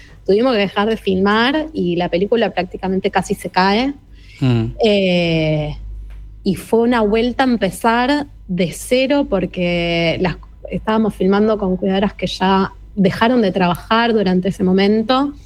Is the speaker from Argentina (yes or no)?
yes; Buenos Aires, Argentina